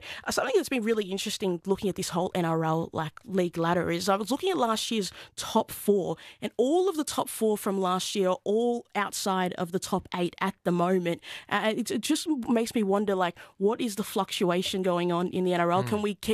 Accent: Kumasi, Ashanti, Ghana; now in Australia; Yeah, I was born in Kumasi, Ghana, from the Ashanti region, and I moved to Australia in about 2005. So I've been in Australia far longer than I have been in Ghana.

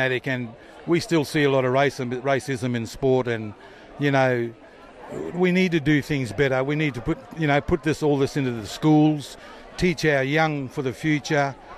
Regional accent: Northern Territory, Australia; My mob, look, I'm born and bred Larrakia country. I always respect that. But I don't class myself as a Larrakia being born and bred. I class my mother's country. So that's in Broome, Western Australia. So I'm a Yaru boy.

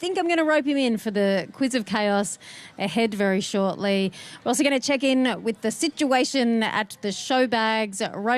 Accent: Tallangatta, Victoria, Australia; the story and the connection of my hometown of Talangata.

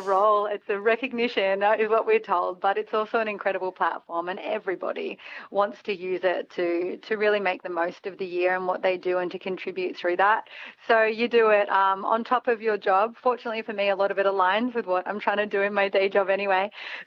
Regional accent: Australia; When I grew up in Australia, we didn't even have a space agency, let alone a pathway to being an astronaut.

